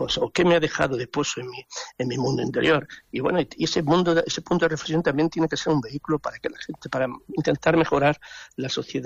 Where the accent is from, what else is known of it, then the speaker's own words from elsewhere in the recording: Granada, Andalusia, Spain; soy andaluz, granadino